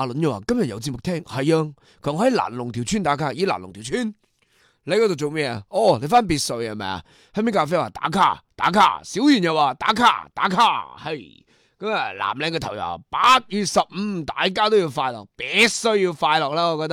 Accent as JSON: {"language": "Cantonese", "region": "Guangdong", "country": "China"}